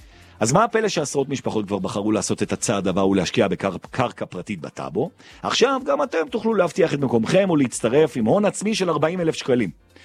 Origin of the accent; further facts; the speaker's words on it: Jerusalem, Jerusalem District, Israel; אני גדלתי שם, גם סיימתי את התיכון במקיף גילו.